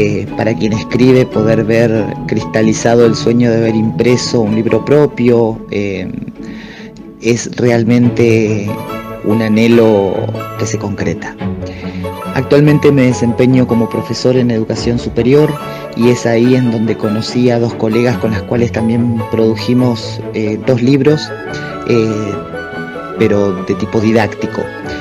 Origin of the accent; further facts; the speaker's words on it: José de San Martín, Chubut, Argentina; now in Esquel, Argentina; soy de José de San Martín en la provincia de Chubut, pero actualmente resido en la ciudad de Esquel, también en la provincia de Chubut.